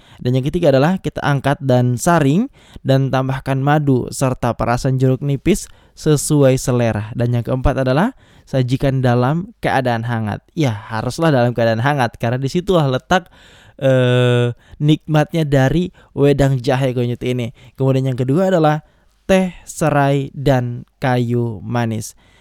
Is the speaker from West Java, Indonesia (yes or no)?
no; East Kolaka, Southeast Sulawesi, Indonesia; moved away; kalau di kampung saya di Kolaka Timur juga itu banyak orang-orang Sunda.